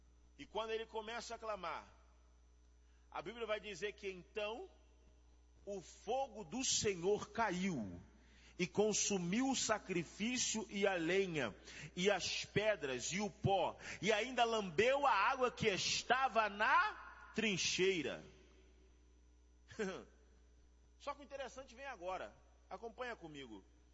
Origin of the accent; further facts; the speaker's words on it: Rio de Janeiro, Brazil; talvez você que não saiba, eu sou do Rio de Janeiro